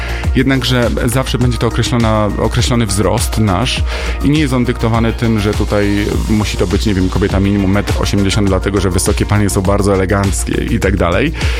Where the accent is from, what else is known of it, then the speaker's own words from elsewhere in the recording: Nowy Sącz, Lesser Poland, Poland; now in Lublin, Poland; urodziłem się w Nowym Sączu i to jest moje rodzinne miasto, do którego zawsze z sentymentem wracam.